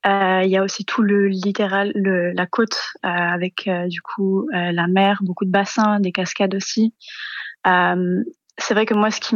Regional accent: Réunion, France; born or raised there; moved away as an adult; now in Perth, Australia

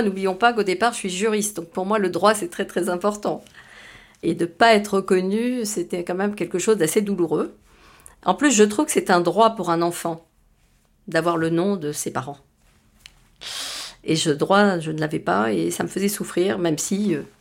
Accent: Morocco; born there; parce que je suis née au Maroc.

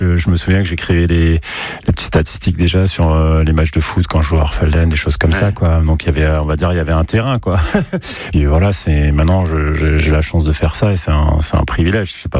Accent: Grand Est, France; je suis alsacien.

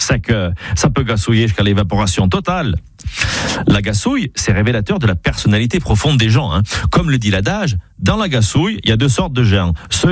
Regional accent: Auvergne-Rhône-Alpes, France; accent: Gaga; Chez nous, dans le Parler Gaga, on a des termes pour tout.

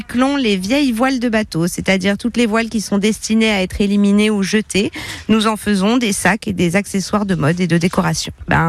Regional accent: Paris, Île-de-France, France; moved away as an adult; now in La Cadière-d'Azur, France; moi, je viens de Paris. Je suis parisienne à la base. Et voilà, ça fait 4 ans maintenant que je suis installée dans la région.

